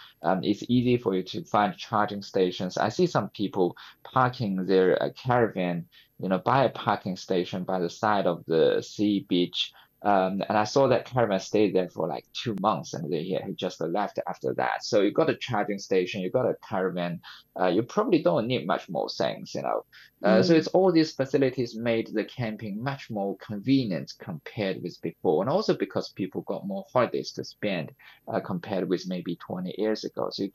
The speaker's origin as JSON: {"language": "English", "town": "Nanjing", "region": "Jiangsu", "country": "China", "tie": "born or raised there", "also_born_or_lived": "Hull", "said": "my hometown, Nanjing, which is also a very large city in China."}